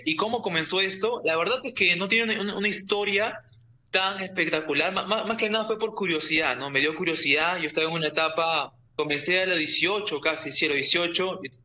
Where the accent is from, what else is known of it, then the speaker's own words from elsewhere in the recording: Lima, Peru; Yo soy comediante de Lima. Ahora estoy viviendo en La Victoria, en la parte de Yerbateros.